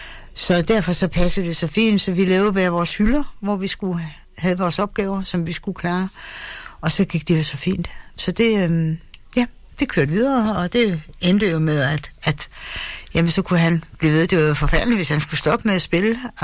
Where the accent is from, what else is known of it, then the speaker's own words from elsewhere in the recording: Fredericia, Region of Southern Denmark, Denmark; Jeg er jøde, ja. Jeg er fra Fredericia.